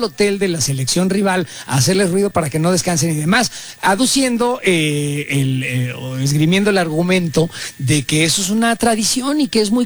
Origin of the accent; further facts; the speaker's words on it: Mexico; seamos lo que somos, mexicanos que estamos orgullosos de lo que proyectamos